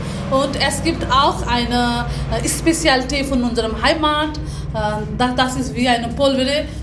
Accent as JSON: {"language": "German", "country": "Nepal", "second_language": "German", "moved": "as an adult", "lives_now": "Münster, Germany", "said": "Ja, ursprünglich komme ich aus Nepal."}